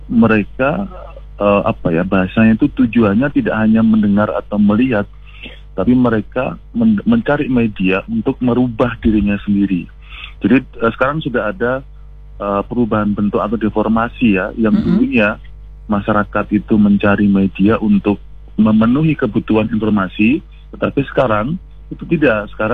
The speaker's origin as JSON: {"language": "Indonesian", "town": "Yogyakarta", "region": "Special Region of Yogyakarta", "country": "Indonesia", "said": "karena saya dari Jogja ya, secara umum RRI itu karena kami di forum FKP ya di Jogja"}